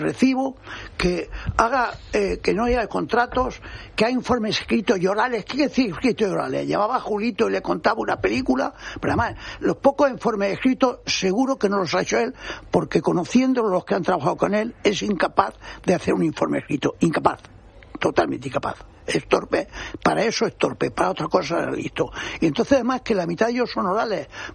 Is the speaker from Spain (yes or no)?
yes; Spain; yo soy un español normal, y que está preocupado con todos estos temas